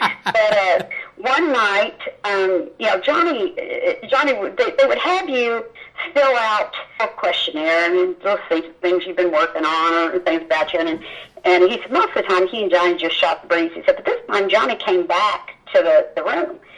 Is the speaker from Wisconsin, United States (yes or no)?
no; Texas, United States; she felt sorry for me because I was from Texas and I was by myself.